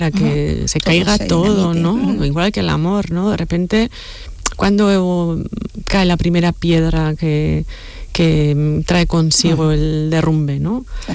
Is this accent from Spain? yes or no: yes; Errenteria, Basque Country, Spain; Yo soy de Rentería